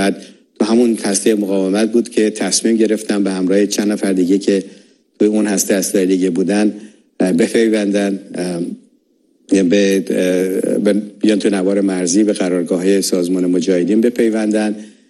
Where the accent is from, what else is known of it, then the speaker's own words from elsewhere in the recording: Iran; moved away; من از ایران اومدم 14 سال بیشتر نداشت